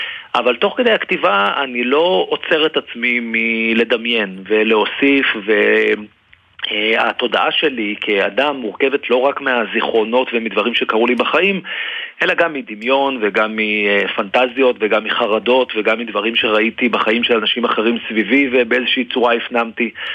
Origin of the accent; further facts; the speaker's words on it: Jerusalem, Jerusalem District, Israel; גדלנו יחד בירושלים